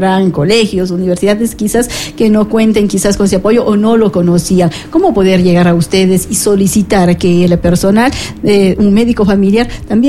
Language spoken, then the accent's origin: Spanish; Ecuador